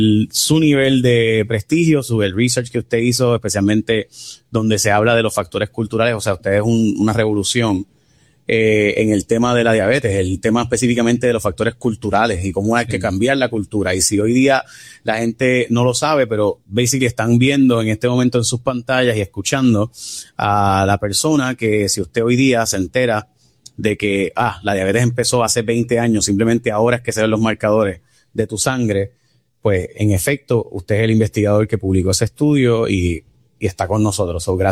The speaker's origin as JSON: {"language": "Spanish", "country": "Puerto Rico"}